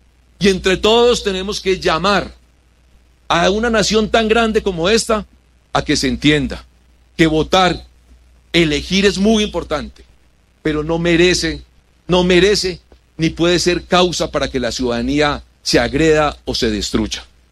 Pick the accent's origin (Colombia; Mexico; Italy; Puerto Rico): Colombia; lo que nos caracteriza como colombianos